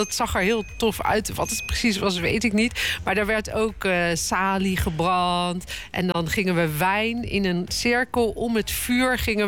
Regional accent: The Hague, South Holland, Netherlands; Wij komen allebei uit Den Haag.

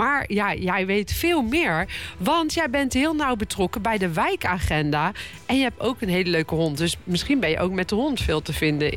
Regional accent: The Hague, South Holland, Netherlands; we gaan even terug naar mijn wijk, waar ik ben opgegroeid, namelijk naar Leienburg, stadsdeel Eskamp natuurlijk.

